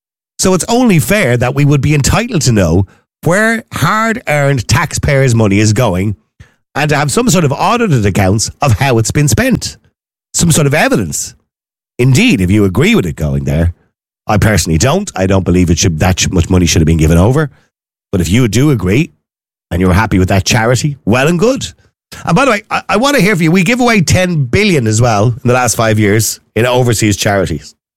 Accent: Ireland

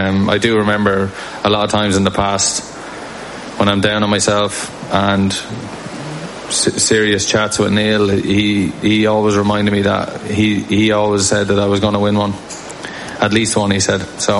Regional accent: Ireland; So obviously, look, I'm Irish, I grew up hole and putts on the putting green back home

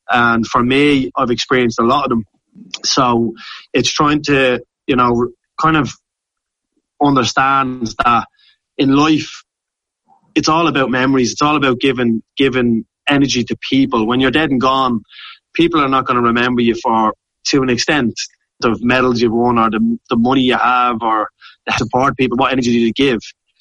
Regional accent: Dublin, Leinster, Ireland; me growing up in Ballymun

